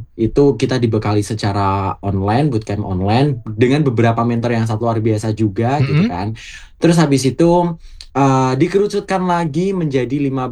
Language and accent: Indonesian; Boyolali, Central Java, Indonesia; aku sebagai orang Boyolali